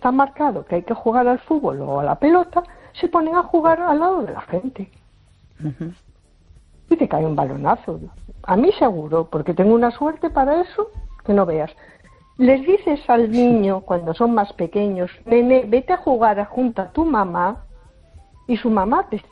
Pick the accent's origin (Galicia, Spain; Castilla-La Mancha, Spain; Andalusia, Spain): Galicia, Spain; A Coruña; Hola, buenas noches. … de Coruña.